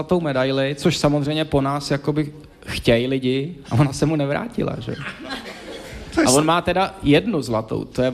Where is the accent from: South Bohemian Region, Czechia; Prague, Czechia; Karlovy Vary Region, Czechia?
Prague, Czechia; to se mi povedlo v 11 letech, kdy jsem přecházel u nás v Praze u fotbalového stadionu Sparty tu velkou hlavní silnici